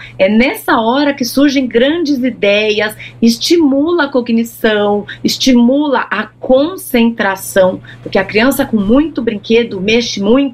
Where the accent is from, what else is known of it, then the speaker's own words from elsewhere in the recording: Brazil; A gente aqui, como brasileiro